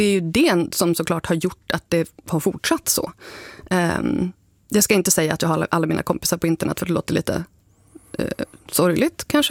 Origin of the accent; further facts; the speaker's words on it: Sund, Västernorrland County, Sweden; Jag fastnade i att jag är från Sund, men jag bor inte i Sund. Utan jag, nej. Jag bodde i Sund slash Domsjö.